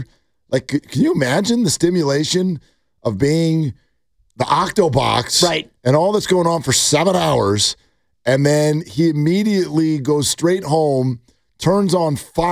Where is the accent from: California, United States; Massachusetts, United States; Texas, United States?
California, United States; I'm from California, and this is how I talk.